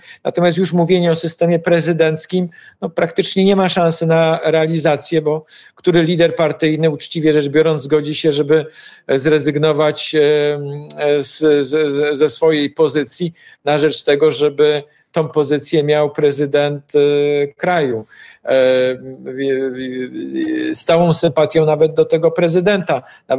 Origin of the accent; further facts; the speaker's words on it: Poznań, Greater Poland Voivodeship, Poland; Jestem poznaniakiem, wielkopolaninem.